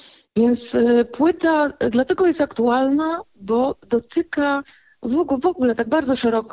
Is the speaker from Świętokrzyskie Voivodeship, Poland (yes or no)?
no; Warsaw, Masovian Voivodeship, Poland